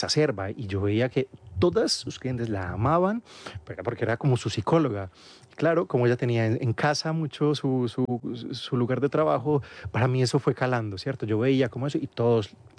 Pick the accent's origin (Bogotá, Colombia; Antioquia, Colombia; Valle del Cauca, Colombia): Antioquia, Colombia; Medellín; also born or lived in Marinilla / Manizales / Turbo / Montería; A ver, empezamos Yo nací en Medellín, después de eso mis padres se fueron a Marinilla